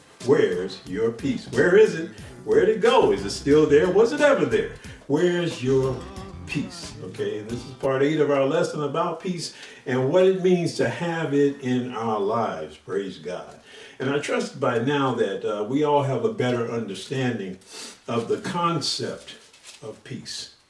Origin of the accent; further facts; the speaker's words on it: Chicago, Illinois, United States; But I was born and raised in Chicago, on Chicago's South Side, okay? South Side of Chicago, and I lived in a place called Stateway Gardens.